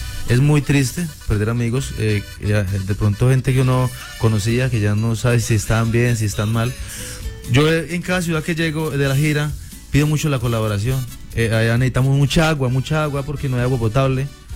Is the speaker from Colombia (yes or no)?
yes; Filadelfia, Caldas, Colombia; now in Belalcázar, Colombia; Filadelfia, Caldas.